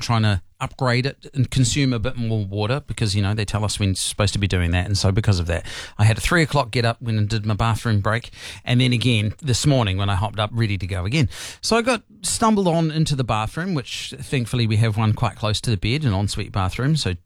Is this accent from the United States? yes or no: no; Tauranga, Bay of Plenty, New Zealand; I was a outside kid growing up in Tauranga.